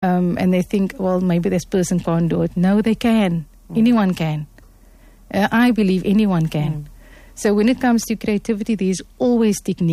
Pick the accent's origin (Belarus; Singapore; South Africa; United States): South Africa; Cape Town, Western Cape; we come from Cape Town, and when I grew up and how I grew up wasn't, we were exposed to Arabic.